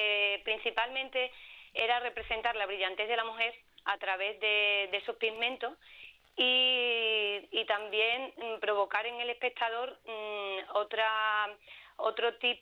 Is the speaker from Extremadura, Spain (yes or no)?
yes; Almendralejo, Extremadura, Spain; la primera vez que la inauguré fue aquí en mi pueblo, en Almendralejo, un 8 de marzo